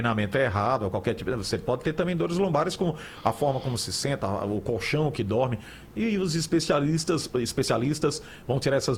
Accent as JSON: {"language": "Portuguese", "town": "Garanhuns", "region": "Pernambuco", "country": "Brazil", "said": "E olha que eu sou de Garanhuns"}